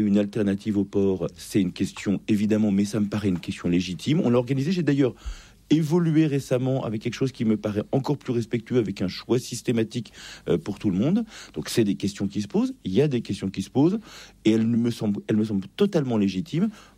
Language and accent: French; Massy, Île-de-France, France; moi, ma commune, j'ai grandi à Massy. Quand je suis arrivé à Massy, à ma naissance, en 70, la population était blanche